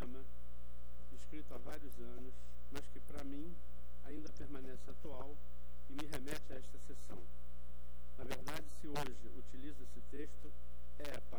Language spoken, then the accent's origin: Portuguese; Rio de Janeiro, Brazil; devo dizer que sou apenas um ex-rapaz latino-americano, porque eu já não sou um rapaz, mas sou latino-americano, com pouco dinheiro no banco, sem parentes importantes e vindo do interior de um bairro periférico da longínqua cidade maravilhosa.